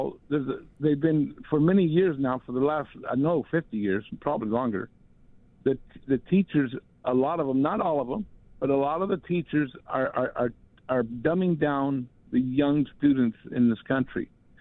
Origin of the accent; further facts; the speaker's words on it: Los Angeles, California, United States; because I'm from Los Angeles